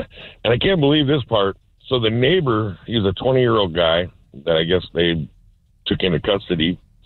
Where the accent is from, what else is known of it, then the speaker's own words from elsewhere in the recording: Federal Way, Washington, United States; I grew up primarily in Federal Way, exactly one half a block from Ski Lake